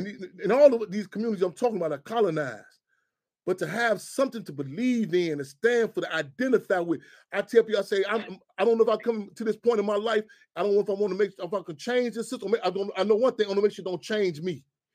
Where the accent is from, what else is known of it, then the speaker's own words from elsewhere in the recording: Chicago, Illinois, United States; I'm so glad growing up in Chicago. I'm so glad I grew up in this city of structure.